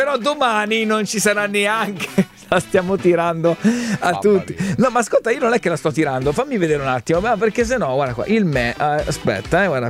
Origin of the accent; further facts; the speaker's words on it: Abruzzo, Italy; moved away; Loro mi scrivono perché in questi giorni sono dalle mie parti.